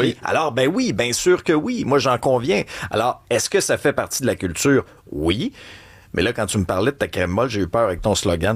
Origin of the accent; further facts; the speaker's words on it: Quebec, Canada; moved away; lorsque je venais, par exemple, de l'Abitibi